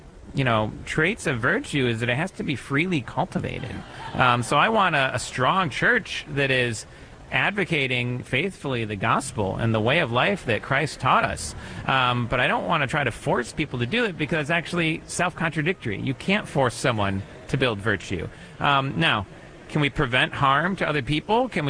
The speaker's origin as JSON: {"language": "English", "country": "United States", "said": "one thing I've really love about being American"}